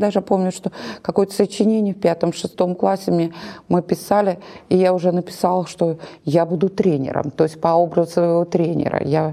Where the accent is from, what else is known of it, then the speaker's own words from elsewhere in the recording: Nizhny Novgorod, Nizhny Novgorod Oblast, Russia; я родилась в Нижнем Новгороде, здесь.